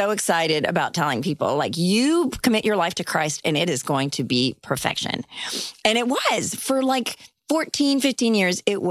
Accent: India; born there

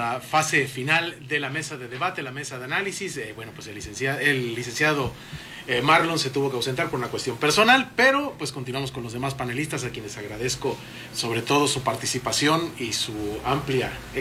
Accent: Mexico; a nosotros como mexicanos

